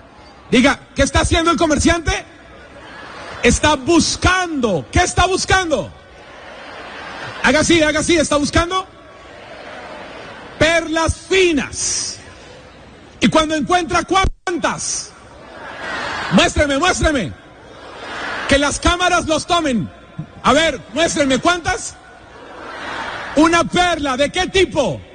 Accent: Colombia; vengo desde Colombia, viajé muchísimo para llegar hoy aquí

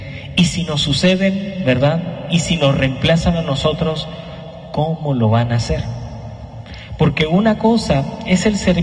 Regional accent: Colombia; moved away as an adult; now in Guatemala

